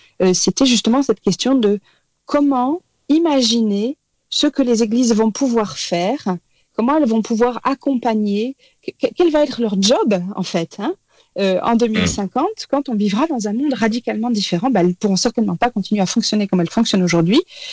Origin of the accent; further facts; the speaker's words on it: France; Alors chez nous en France, c'est pas toujours très bien compris cette fonction-là